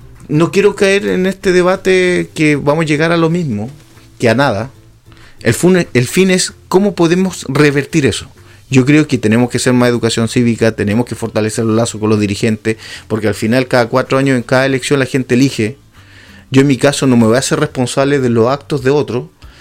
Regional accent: Hualaihué, Los Lagos, Chile; soy de Gualegüe

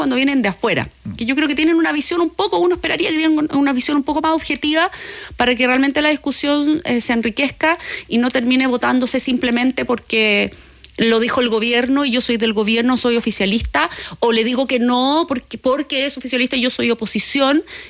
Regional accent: Chile; nosotros sí que tenemos experiencia como chilenos, digamos, de que hay reconstrucciones que no terminan nunca.

